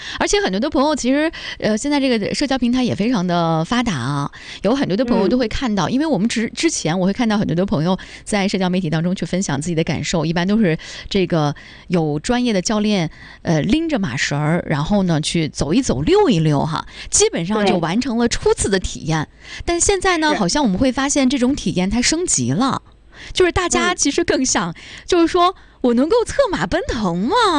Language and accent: Chinese; Inner Mongolia, China; 因为土生土长的内蒙人嘛